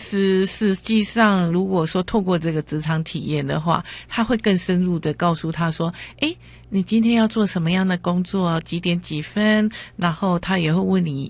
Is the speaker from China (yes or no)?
no; Taiwan; also born or lived in Japan; 然后会觉得日本人的那个态度跟我们台湾人的那种感受是不同的。